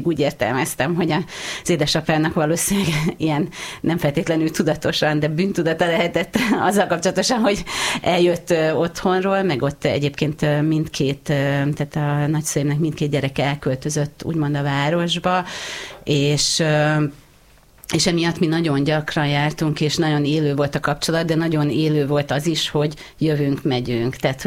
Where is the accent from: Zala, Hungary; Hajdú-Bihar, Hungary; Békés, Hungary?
Hajdú-Bihar, Hungary; Debrecen; now in Budapest, Hungary; én egyébként Debrecenben születtem, tehát hogy én vidéki nagyvárosban nőttem fel, ami egyébként érdekes, mert hogy én egészen addig szerintem nem tekintettem magamra vidékiként, amíg nem költöztem Budapestre